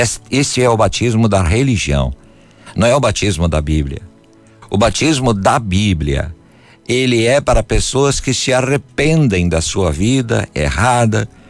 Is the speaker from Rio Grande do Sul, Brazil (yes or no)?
yes; Rio Grande do Sul, Brazil; born there; e como nós somos gaúchos, né? Somos gaúchos, gaúcho de nascença até